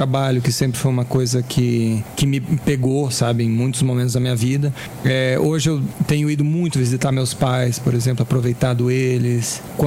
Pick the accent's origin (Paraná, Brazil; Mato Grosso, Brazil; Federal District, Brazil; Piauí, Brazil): Federal District, Brazil; Brasília; born there; Eu nem sei de onde é que eu sou direito. Eu sou nascido em Brasília, né?